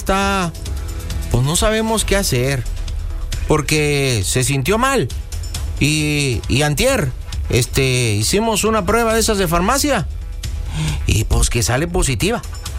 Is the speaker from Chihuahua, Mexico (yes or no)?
no; León, Guanajuato, Mexico; Porque pues yo soy de los de León, pero pues soy güerillo y ojo claro